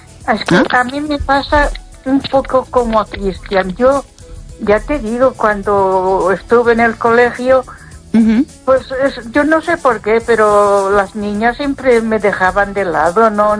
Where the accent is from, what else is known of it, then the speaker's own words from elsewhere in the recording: Catalonia, Spain; Pero vivo en un sitio, yo creo que ya te lo dije, que si no eres de su círculo y saben que soy catalana, automáticamente ya no te aceptan.